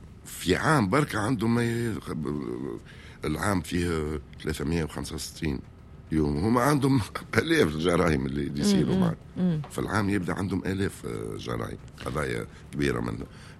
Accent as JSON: {"language": "Arabic", "country": "Tunisia", "accent": "Tunisian", "said": "عملنا الدارجه التونسيه نتاعنا دارجتنا التونسيه"}